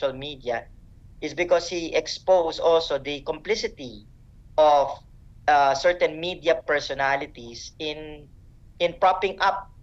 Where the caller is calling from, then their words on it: Philippines; I'm joining from the Philippines.